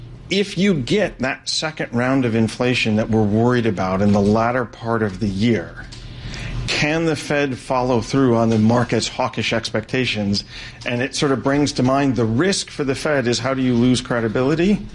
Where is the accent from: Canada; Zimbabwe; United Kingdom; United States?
United Kingdom; I have to say, because we're British and not European anymore, right?